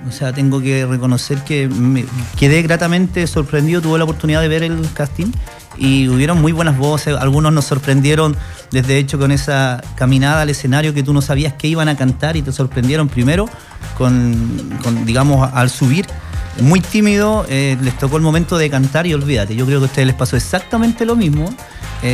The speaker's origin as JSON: {"language": "Spanish", "town": "Graneros", "region": "O'Higgins", "country": "Chile", "moved": "yes", "lives_now": "Puente Alto, Chile", "said": "Yo, mira, desde Granero, pero vengo desde Puente Alto. De hecho, ahora vengo desde Lampa, imagínate."}